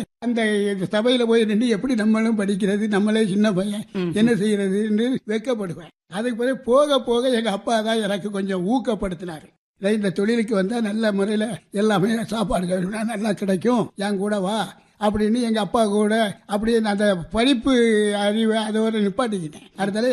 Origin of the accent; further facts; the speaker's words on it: Tamil Nadu, India; now in Vadakkankulam, India; எனது சொந்த ஊர் தென்காசி அருகிலே இருக்கின்ற மேலகரம் சிந்தாமணி. இப்போ இருப்பது வடக்கன்குளம்.